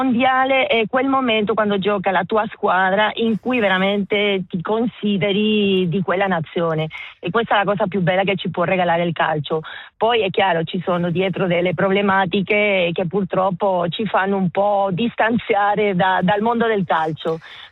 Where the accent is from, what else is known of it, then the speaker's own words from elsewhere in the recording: Spain; Italian is a second language; moved away; penso che una cosa dei mondiali per me come spagnola che abita all'estero è che, con tutti i problemi magari che ci sono nella Spagna